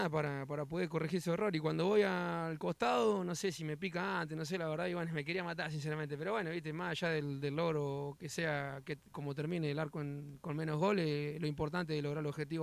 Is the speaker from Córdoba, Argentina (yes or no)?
no; Buenos Aires, Argentina; los jugadores que somos acá de Capital y allá, viste, entrenar todo